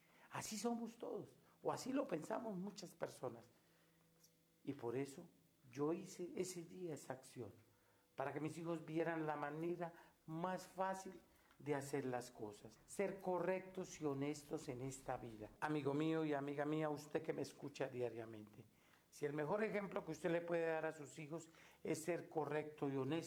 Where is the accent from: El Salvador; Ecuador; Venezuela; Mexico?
Mexico; esos somos los mexicanos